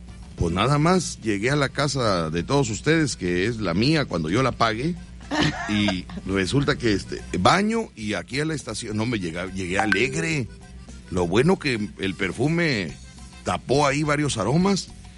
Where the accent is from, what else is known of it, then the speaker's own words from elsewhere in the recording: Mexico; la matraca, pero mañana sí vengo mexicano con mi bigote, con mi sombrero.